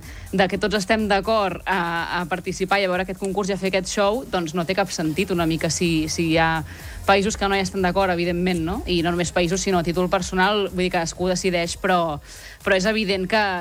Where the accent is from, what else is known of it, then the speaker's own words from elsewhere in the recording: Sabadell, Catalonia, Spain; aquí a Sabadell, que jo soc de Sabadell